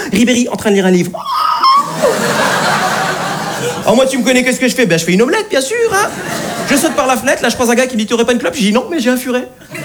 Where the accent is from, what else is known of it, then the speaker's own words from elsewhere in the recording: France; Il est français, je suis français. Il mesure 1m72, je mesure 1m72.